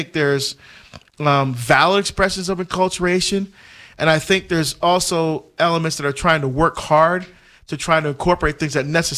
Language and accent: English; Barbados; We're African American. See? Uh-huh. Although I'm not, I mean, I was born in Barbados